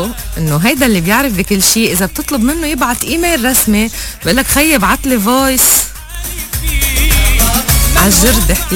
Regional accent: Lebanon; للأسف نحن كلبنانية عنا شغلة كتير عظيمة، بنعطي رأينا قبل ما نفهم شو عم يسألونا أساسا.

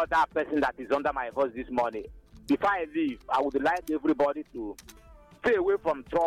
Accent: Nigeria; I'm reaching you from my hometown here in Nkomoro.

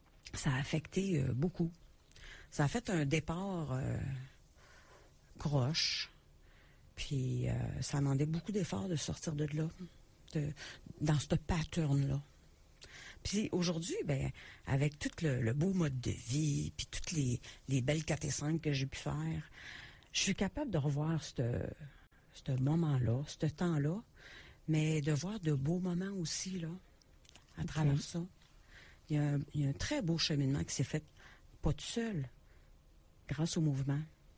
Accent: Montreal, Quebec, Canada; Donc, moi, j'ai grandi à Montréal, Saint-Henri.

